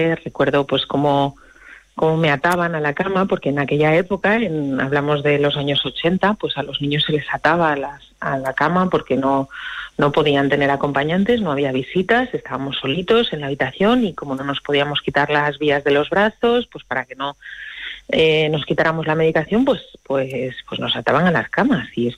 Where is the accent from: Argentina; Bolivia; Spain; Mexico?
Spain; Asturias; ingresé en el Hospital Central de Asturias, porque yo soy asturiana